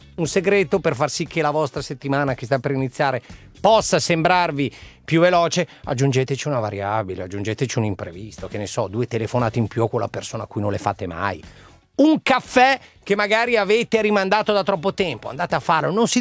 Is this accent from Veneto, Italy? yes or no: no; Goito, Lombardy, Italy; moved away; torno a Goito, nel mio paese, da mia mamma, dove mi aspetta la mia cameretta.